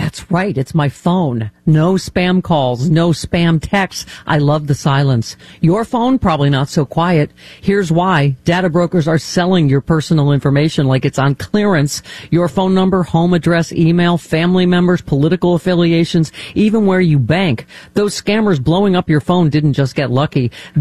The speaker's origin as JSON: {"language": "English", "town": "Lockport", "region": "New York", "country": "United States", "tie": "born or raised there", "moved": "yes", "said": "She's up near where I'm from, Lackport."}